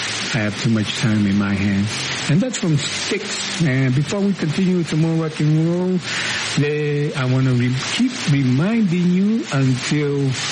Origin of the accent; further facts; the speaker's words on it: Arizona, United States; and my hometown, Hightown.